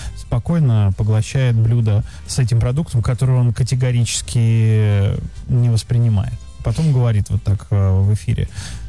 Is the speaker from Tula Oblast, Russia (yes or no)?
no; Saint Petersburg, Russia; born there; Живу в Питере уже 45 лет и ни разу не был на фонтанах в Петергофе. Родился в Ленинграде, живу в Питере и не был на фонтанах.